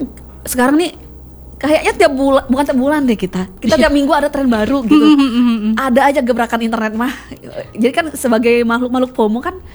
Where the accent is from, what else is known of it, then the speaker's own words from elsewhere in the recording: Indonesia; kemarin sempat kita warga Indo kayaknya lagi demam pistachio.